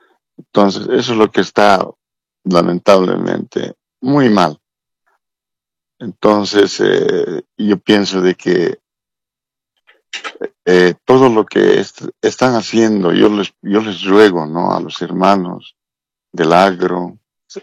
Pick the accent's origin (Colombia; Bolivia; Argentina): Bolivia; Y bueno, yo, como todo boliviano, tenemos que cumplir, ¿no?, lo que manda la justicia